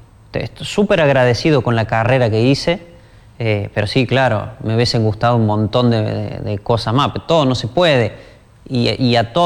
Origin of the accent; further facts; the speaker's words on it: Argentina; No tengo ni idea por qué pasa eso con lo competitivo que somos los argentinos.